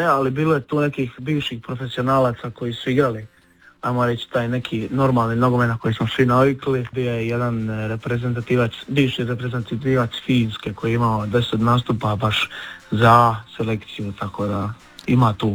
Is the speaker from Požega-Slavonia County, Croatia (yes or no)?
no; Šibenik, Šibenik-Knin County, Croatia; i ja sam iz Šibenika.